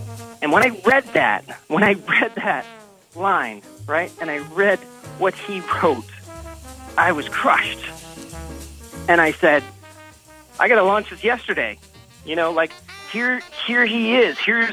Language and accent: English; New York City, New York, United States; and I grew up in Harlem, my grandmother taking me to civil rights march